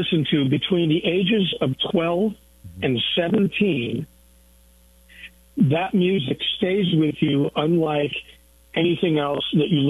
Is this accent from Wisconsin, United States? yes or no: yes; Madison, Wisconsin, United States; I grew up in Madison. It's not where I was born, but I consider that to be one of my two hometowns, and it's the hometown that I'm probably most proud